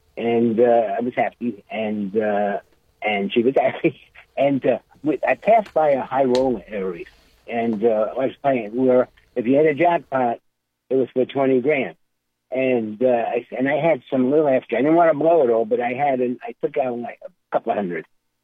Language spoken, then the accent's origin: English; New York, United States; now in Ohio, United States; I'm from New York, and I go way back. I've lived in Ohio a long time